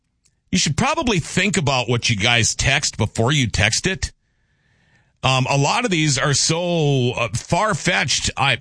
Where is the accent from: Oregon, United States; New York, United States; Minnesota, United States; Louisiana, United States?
Minnesota, United States; you know, I'm a Minnesotan. You guys, I think, all know that.